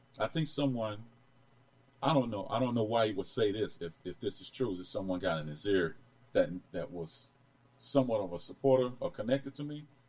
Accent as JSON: {"language": "English", "country": "United States", "said": "Because I'm from Carolina."}